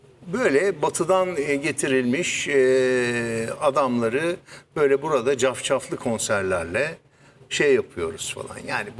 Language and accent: Turkish; Konya, Turkey; Yani Konya bizim zaten çok yani ben Konyalıyım.